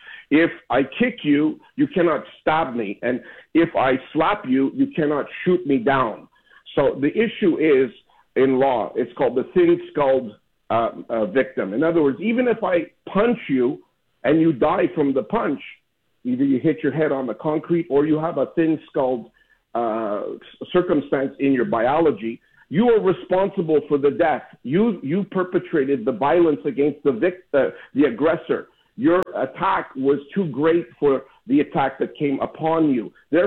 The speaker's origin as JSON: {"language": "English", "country": "Canada", "said": "I'm a Canadian. I'm up north."}